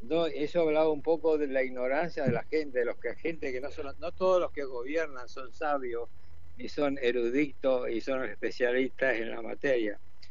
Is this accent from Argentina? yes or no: yes; Argentina; Ah, soy de Argentina. Sí, soy de Argentina.